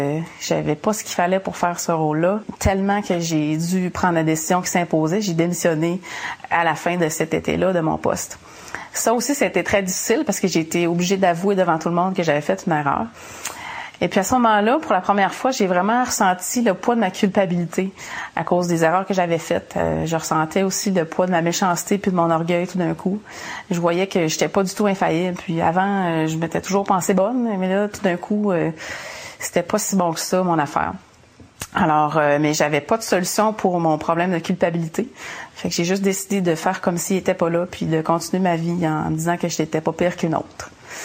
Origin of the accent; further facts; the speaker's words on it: Saint-Félicien, Quebec, Canada; Moi, j'ai grandi au Lac-Saint-Jean, Saint-Félicien. Je suis la plus jeune d'une famille de 5 enfants. Et puis, c'est une famille typiquement québécoise, normale, avec des bons parents.